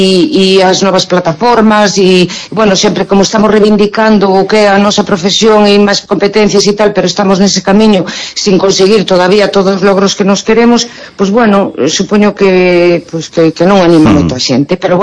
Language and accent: Galician; Cartelle, Galicia, Spain; no meu pobo, que eu son de Cartelle.